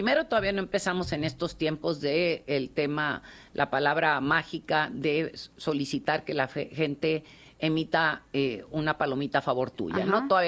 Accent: Nuevo León, Mexico

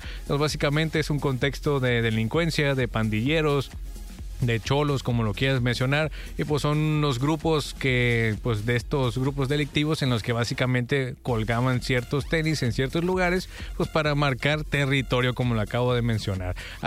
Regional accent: Mexico; así somos los mexicanos y tenemos mucha, mucha historia

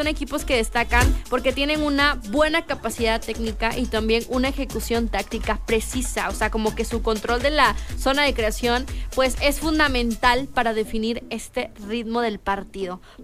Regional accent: Mexico

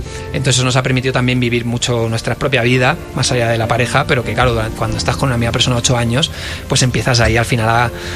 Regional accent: Spain; Claro, yo soy español.

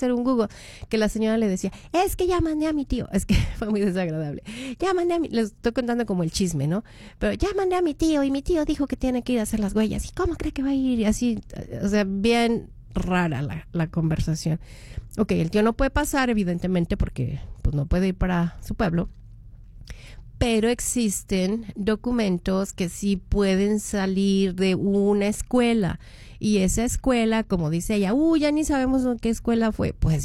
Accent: Mexico; moved away; soy mexicana en el exterior

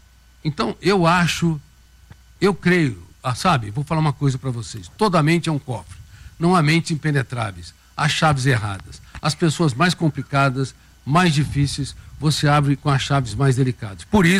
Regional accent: Colina, São Paulo, Brazil; born there; na minha querida cidade, onde eu nasci, Colina.

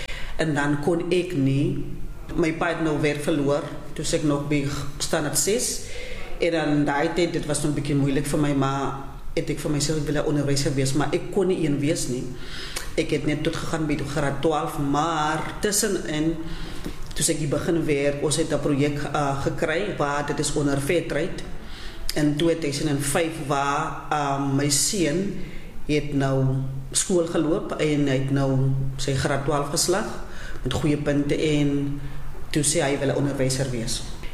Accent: Eastern Cape, South Africa; first language Sotho; Afrikaans is a second language; ek het in Ooskaap groot geraak, daar was nie redig iemand wat sy met ons Afrikaans praat nie

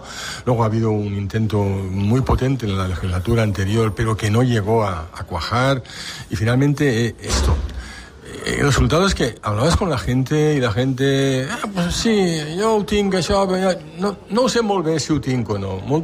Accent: Valencia, Valencian Community, Spain; del Cañamelar, sí, yo soy de este barrio, con lo cual es una doble fortuna estar en este proyecto.

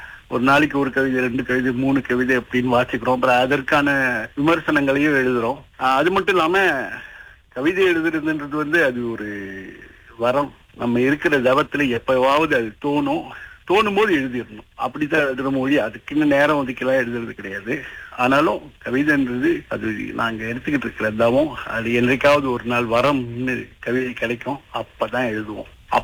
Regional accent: Klang, Selangor, Malaysia; also born or lived in Puchong; நான் பூச்சொங்களை திறந்தேன், ஆனா அதன் பிறகு கிள்ளானுக்கு சின்ன வயசுலயே அப்பா மாறி வந்ததுனால இங்க வந்துட்டோம். அதன் பிறகு கிள்ளான் வாசிதான்

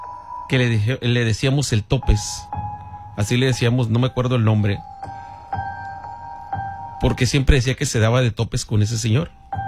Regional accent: Coahuila, Mexico; hay un pueblo que se llama Francisco y Madero, ante Chávez. Queda más o menos mi pueblo como a media hora, más o menos.

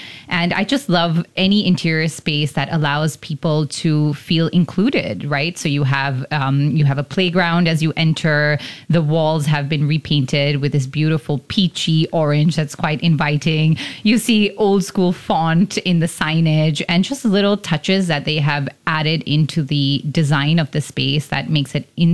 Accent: Singapore; also born or lived in New York; growing up in Singapore

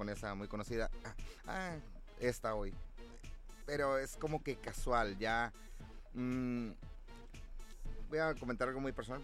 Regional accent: Ensenada, Baja California, Mexico; Yo creo que a la mayoría de los ensenadenses nos pasa eso.

